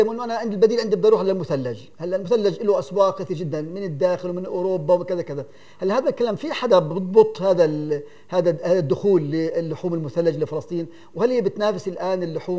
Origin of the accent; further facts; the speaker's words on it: Palestine; عندنا بفلسطين